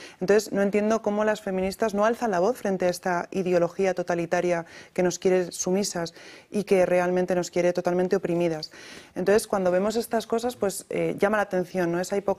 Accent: Spain

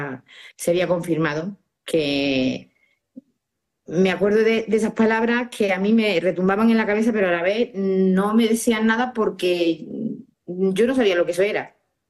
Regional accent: Baena, Andalusia, Spain; en Andalucía, yo soy de Córdoba, Baena, un pueblo de Córdoba

